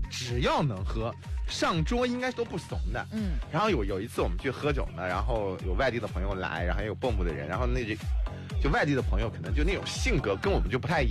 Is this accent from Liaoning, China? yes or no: no; Hebei, China; 俺们不只是河北的，俺们猛的一听大家以为俺们是台北的